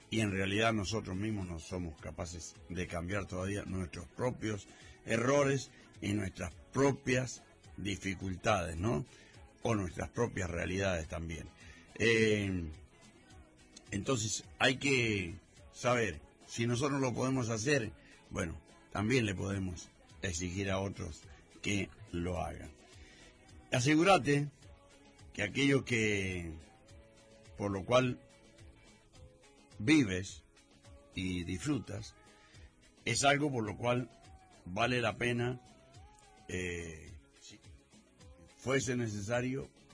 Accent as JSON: {"language": "Spanish", "country": "Argentina"}